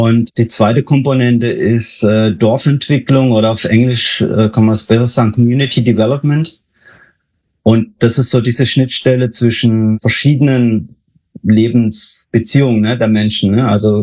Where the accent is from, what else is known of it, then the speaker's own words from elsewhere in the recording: Baden-Württemberg, Germany; dass ich ursprünglich auf einem Bauernhof aufgewachsen bin in Südbaden in der Nähe vom schönen Kaiserstuhl